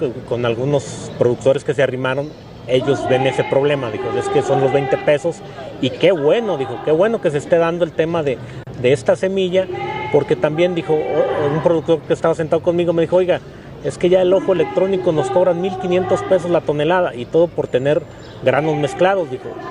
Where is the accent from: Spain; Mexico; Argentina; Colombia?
Mexico; Poanas, Durango; bienvenido a Puanas, aquí en mi tierra.